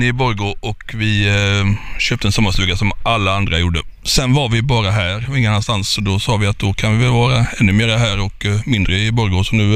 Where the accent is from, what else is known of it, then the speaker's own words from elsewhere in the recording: Gothenburg, Västra Götaland County, Sweden; now in Finland; Jag är också uppvuxen i Göteborgs innerstad, så jag är väldigt långt från min barndom